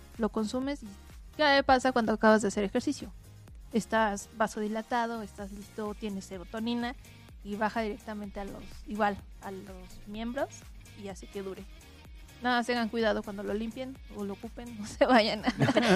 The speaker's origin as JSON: {"language": "Spanish", "country": "Mexico", "said": "Imagínate nosotros como mexicanos"}